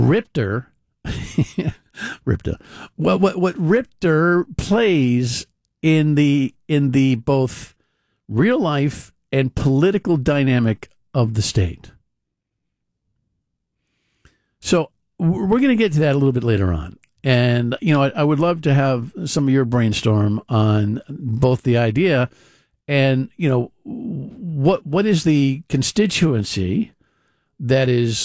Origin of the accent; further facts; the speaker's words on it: New Jersey, United States; now in Cumberland, Rhode Island, United States; growing up in North Jersey